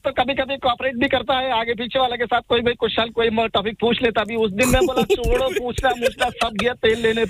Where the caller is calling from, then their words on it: Bangladesh; मैं बांग्लादेश से हूँ एक्चुअली